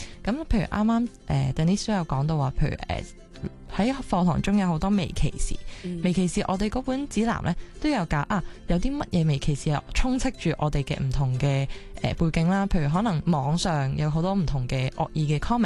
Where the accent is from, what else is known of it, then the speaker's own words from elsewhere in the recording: Hong Kong; 我自己就是一个亚洲女性，我是一个香港人，我懂得讲广东话。